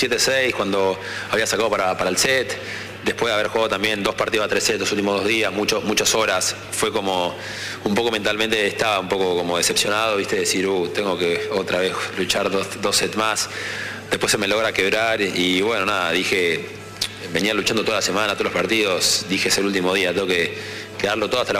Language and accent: Spanish; Argentina; siendo argentino, jugando acá.